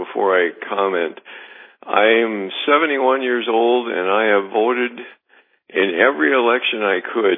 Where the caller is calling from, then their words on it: Fargo, North Dakota, United States; when we first moved to Fargo